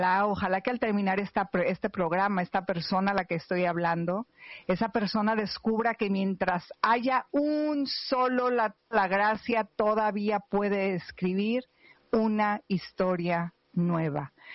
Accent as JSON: {"language": "Spanish", "country": "Mexico", "said": "yo como mexicana"}